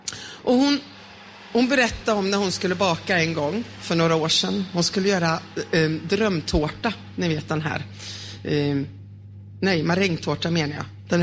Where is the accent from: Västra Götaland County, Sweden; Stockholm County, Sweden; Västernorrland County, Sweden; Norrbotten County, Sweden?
Västra Götaland County, Sweden; Smyna; Om ni inte har träffat mig förut så kommer jag från Smyna i södra Fågelås. Från en liten församling med 16 medlemmar.